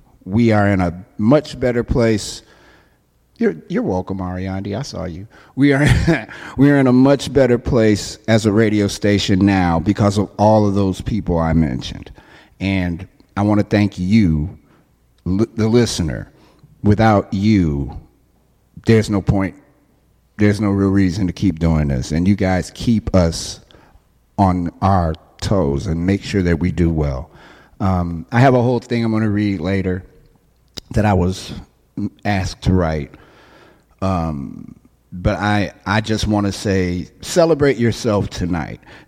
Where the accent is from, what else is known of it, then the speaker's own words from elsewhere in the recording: Chicago, Illinois, United States; I am very grateful and very, very happy to be able to serve my friends here in my hometown in the city of Chicago.